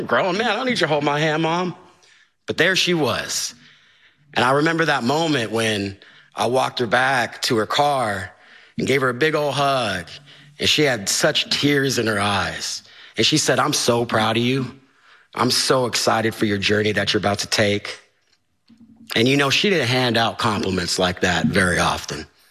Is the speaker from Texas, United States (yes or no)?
no; Topeka, Kansas, United States; years in Topeka in the city. You know, I grew up loving basketball, and basically all I knew about being an Indian was what I got off the Pocahontas Disney VHS.